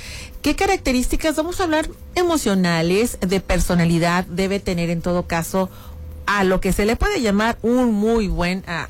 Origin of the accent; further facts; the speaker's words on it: Colima, Mexico; now in Piedras Negras, Mexico; Yo la segunda vez que vivo aquí, fíjate, la primera dije, bueno, nunca más me voy para allá, mi terruño, para allá, para Colima. Pues, ¿qué crees? Que al año y medio, 2 años, ahí vengo de regreso